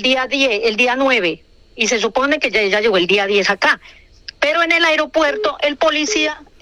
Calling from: Madrid, Community of Madrid, Spain; La estoy llamando de Madrid.

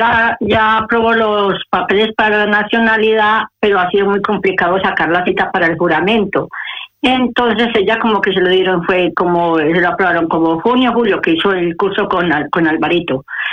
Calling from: Madrid, Community of Madrid, Spain; de aquí de Madrid.

